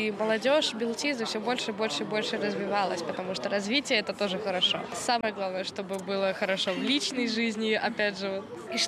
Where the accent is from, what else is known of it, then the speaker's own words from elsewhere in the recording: Babruysk, Mogilev Region, Belarus; мне 18 лет, сама я родом из Бобруйска.